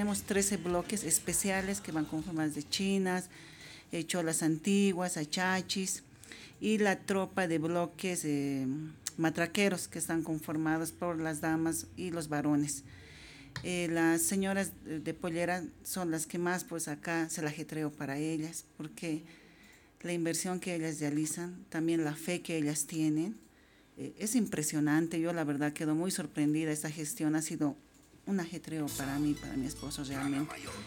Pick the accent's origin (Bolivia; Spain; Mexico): Bolivia; Y como buen boliviano